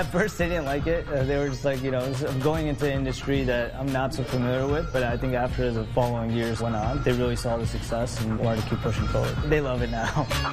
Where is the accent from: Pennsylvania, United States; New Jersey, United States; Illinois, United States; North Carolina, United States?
Illinois, United States; Chicago; born there; also born or lived in India; My family's an immigrant family. They came here from India. I was born here in Chicago. I lived in India for about 4 years with my grandmother.